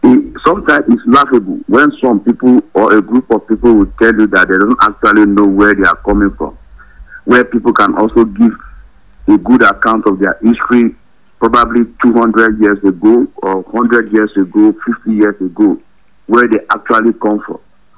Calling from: Tunuwada, Nigeria; I'm calling from Tunuwada.

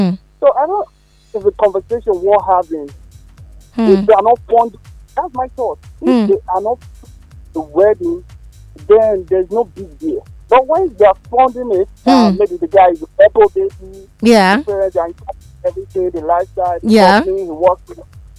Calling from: Abuja, Federal Capital Territory, Nigeria; I'm calling from Local Goma.

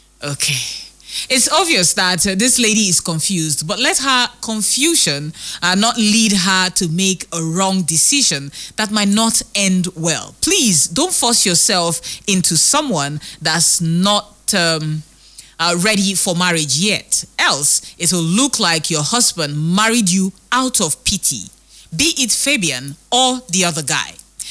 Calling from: Port Harcourt, Rivers, Nigeria; I'm texting from Port Harcourt.

